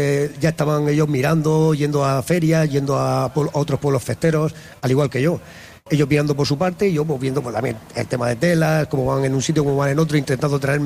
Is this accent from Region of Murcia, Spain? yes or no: yes; Abanilla, Region of Murcia, Spain; born there; now in Crevillente, Spain; yo no soy nacido en Crevillente, yo nací en Abanilla, en Murcia.